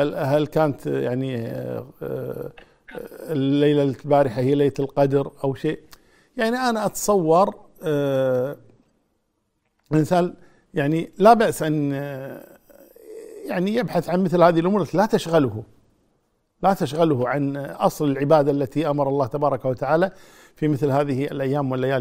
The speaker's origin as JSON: {"language": "Arabic", "country": "Kuwait"}